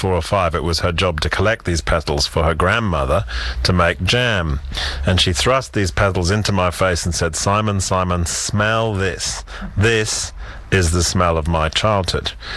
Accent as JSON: {"language": "English", "region": "England", "country": "United Kingdom", "tie": "born or raised there", "said": "because I grew up in England in the 70s and 80s when Poland was communist"}